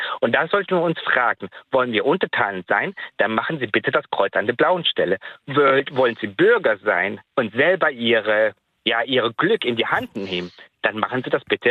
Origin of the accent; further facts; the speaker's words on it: Sri Lanka; German is a second language; now in Germany; ich bin ein Weltbürger, dann bin ich Europäer, dann bin ich Deutscher und ursprünglich komme ich aus Sri Lanka.